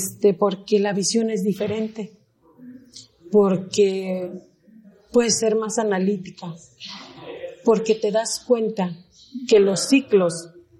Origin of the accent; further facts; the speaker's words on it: Jalisco, Mexico; Sabes que yo en Jalisco todavía tengo dos hermanos y mi madre. Y en algún momento de mi vida sí quiero ir